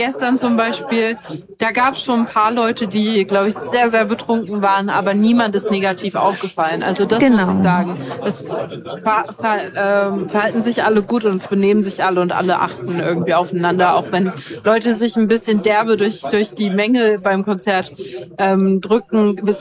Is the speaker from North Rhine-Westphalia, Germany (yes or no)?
no; Thuringia, Germany; ich komme aus der Nähe von Eisenach.